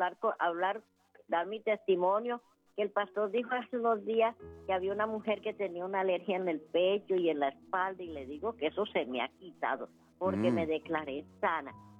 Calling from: Sincelejo, Sucre, Colombia; Yo vivo aquí en Sincelejo.

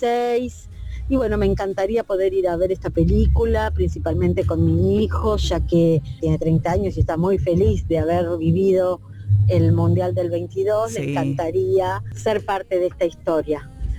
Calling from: Luis Guillón, Buenos Aires Province, Argentina; soy de Luis Guillón.

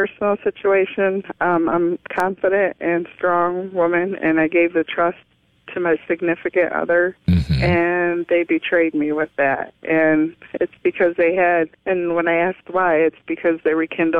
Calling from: Finley, United States; I'm calling from Finley.

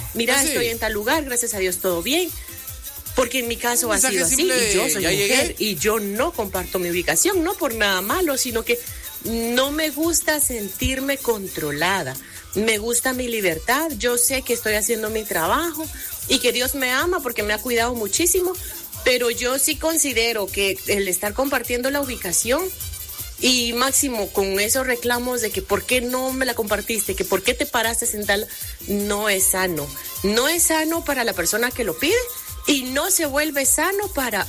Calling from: Guatemala

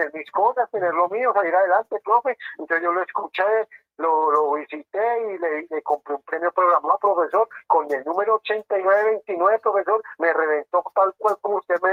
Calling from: Ciénega, Boyacá, Colombia; lo llamo de Ciénega, Boyacá, profesor.

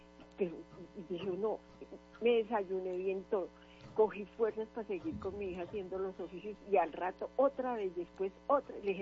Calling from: Bogotá Capital District, Colombia; Aquí en mi casa, yo vivo cerca del hospital de Kennedy.

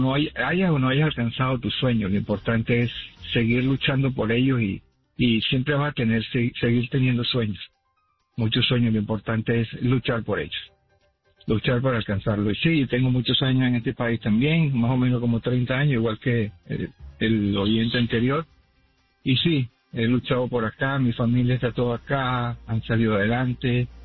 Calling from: Orlando, Florida, United States; Estoy llamando de Orlando, de aquí Orlando, Florida.

